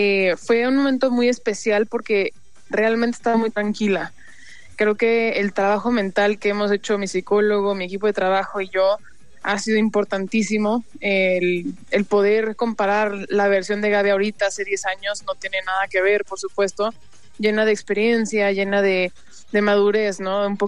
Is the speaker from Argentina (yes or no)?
no; Mexico; como mexicanos y como latinos